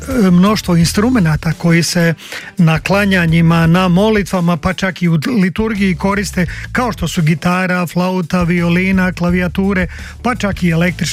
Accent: Bosnian Posavina, Bosnia & Herzegovina; kako ja potječem iz Bosanske Posavine, meni je srce odmah naraslo ko tepsija

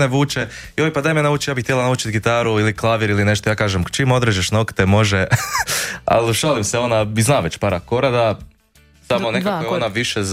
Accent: Voloder, Sisak-Moslavina County, Croatia; Dakle, mi živimo u Voloderu. Iz Volodera smo oboje, živimo 5 minuta autom jedan od drugog

